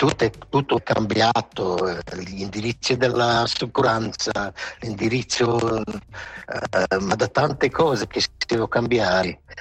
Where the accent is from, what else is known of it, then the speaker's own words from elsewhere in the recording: Schuol, Graubünden, Switzerland; Ma sai, Schuol non è un grande villaggio, è piccolo, abbiamo 2500 abitanti e le strade non erano così importanti